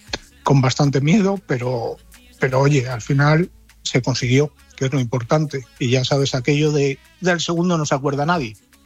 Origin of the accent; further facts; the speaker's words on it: Spain; Oh, pues una alegría enorme. Primero porque soy español y segundo porque efectivamente, porque mi padre empezó con esto.